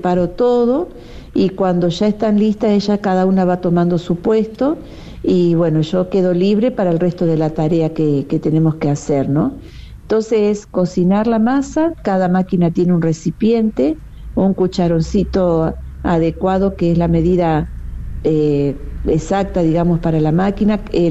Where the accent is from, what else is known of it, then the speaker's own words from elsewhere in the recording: Rosario, Santa Fe, Argentina; now in Córdoba, Argentina; soy rosarina.